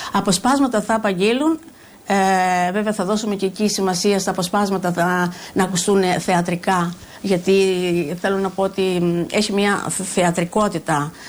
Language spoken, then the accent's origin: Greek; Ziros, Crete, Greece; moved away as an adult; από τα μικρά μου μέχρι 22 χρόνια που έφυγε από το χωριό μου τη Ζήρου